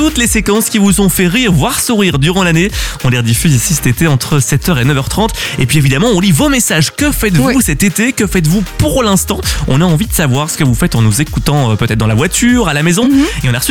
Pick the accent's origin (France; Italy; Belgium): Belgium; Binche, Wallonia; moi, je suis originaire de Binche à la base, dans le Hainaut.